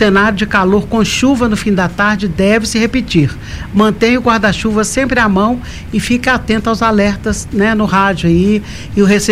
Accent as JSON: {"language": "Portuguese", "town": "Belo Horizonte", "region": "Minas Gerais", "country": "Brazil", "said": "Sou daqui."}